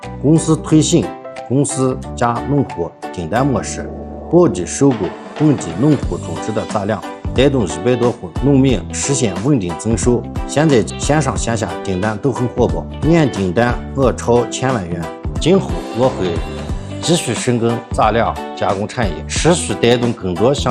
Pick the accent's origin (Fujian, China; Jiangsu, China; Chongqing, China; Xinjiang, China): Xinjiang, China; Mulei; 我生在木垒，长在木垒，对这片土地有感情。